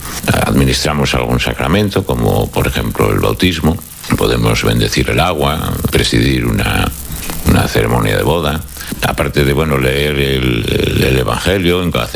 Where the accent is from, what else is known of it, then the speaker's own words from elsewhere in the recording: Coyoto parish, Asturias, Spain; born there; now in Tiñana, Spain; Soy bastante mayor que Adrián. Soy nacido en la parroquia de Coyoto y ahora vivo en Tiñana.